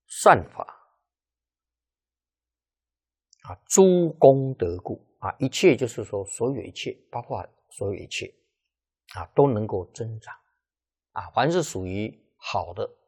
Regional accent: China; 那我们中国人习惯了用善恶，不用黑白。

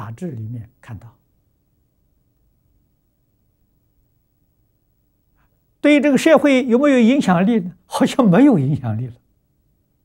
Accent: China; 我们中国人讲一个甲子，60年了。

